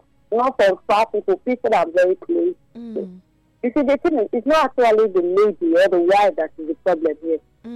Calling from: Canada; I'm in Canada.

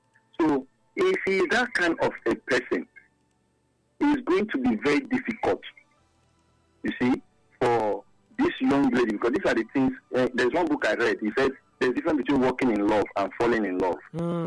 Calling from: Delta, Nigeria; I'm calling from Delta State.

